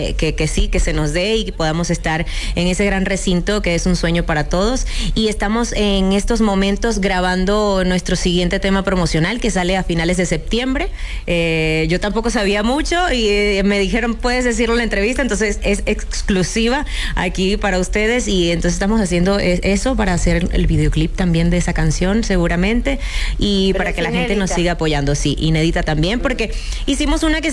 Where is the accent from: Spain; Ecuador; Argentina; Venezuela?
Venezuela; yo soy venezolana, pero crecí escuchando y viendo televisión mexicana